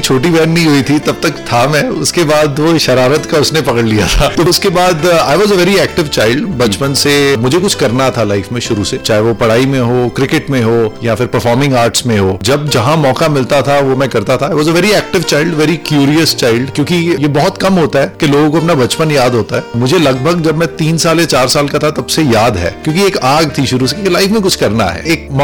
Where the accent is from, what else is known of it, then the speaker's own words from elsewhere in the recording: Phagwara, Punjab, India; born there; मेरा जन्म फगवाड़ा में हुआ था, पंजाब में एक शहर है फगवाड़ा।